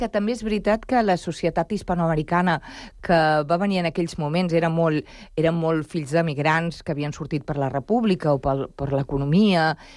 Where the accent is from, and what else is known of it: Barcelona, Catalonia, Spain; born or raised there; Catalan is a second language